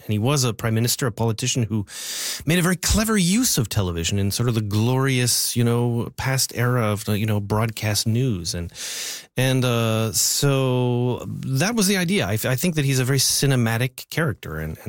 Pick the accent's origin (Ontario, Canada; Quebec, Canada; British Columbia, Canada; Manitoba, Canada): Manitoba, Canada; Winnipeg; I am originally from Winnipeg